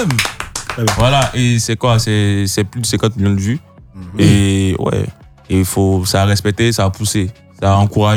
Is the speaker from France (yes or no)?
no; Côte d’Ivoire; ma petite touche ivoirienne qui montre que je viens de Côte d'Ivoire